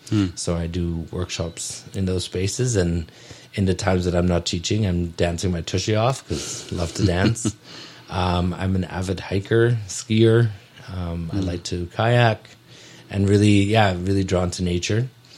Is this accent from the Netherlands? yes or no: yes; Netherlands; also born or lived in Nelson, Canada; now in Penticton, Canada; I'm pretty short for a Dutchman